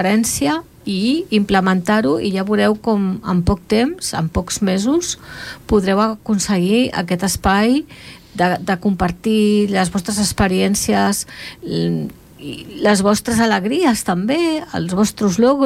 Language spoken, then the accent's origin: Spanish; Peru; moved away as an adult; Yo en mi país, Perú, hice educación especial. Y por un momento aquí, como que esa idea ya se me fue por unos instantes.